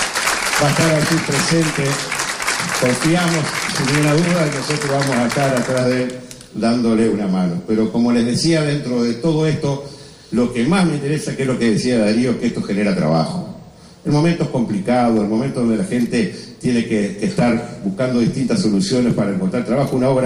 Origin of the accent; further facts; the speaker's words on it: Carmelo, Colonia, Uruguay; está muy cerquita de mi pueblo de Carmelo